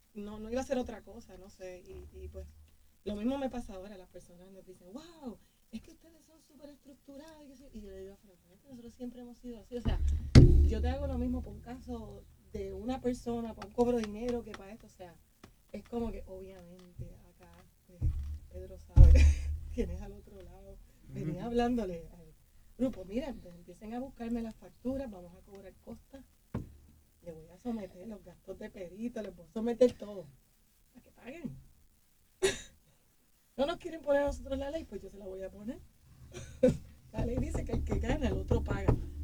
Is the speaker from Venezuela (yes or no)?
no; San Juan, Puerto Rico; now in Trujillo Alto, Puerto Rico; yo de San Juan, de Trujillo vivo ahora